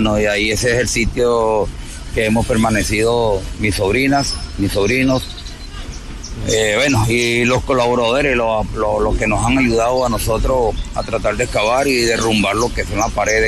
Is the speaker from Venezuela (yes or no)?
yes; San Rafael de Onoto, Portuguesa, Venezuela; yo vengo de San Rafael de Onoto, estado Portuguesa